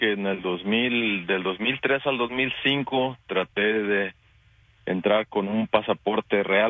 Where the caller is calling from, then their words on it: Yuba City, California, United States; del área de Yuba City.